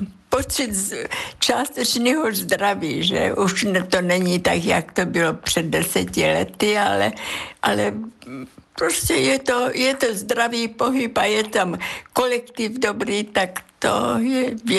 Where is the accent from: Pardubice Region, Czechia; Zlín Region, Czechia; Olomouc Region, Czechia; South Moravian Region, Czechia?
Pardubice Region, Czechia; Ústí nad Orlicí; Já jsem z Ústí nad Orlicí